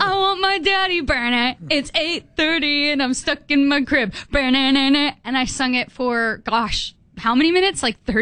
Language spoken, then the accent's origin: English; Austin, Texas, United States; also born or lived in San Antonio, Texas; now in Nashville, United States; I grew up in Austin, Texas, and San Antonio, and then I moved over to Nashville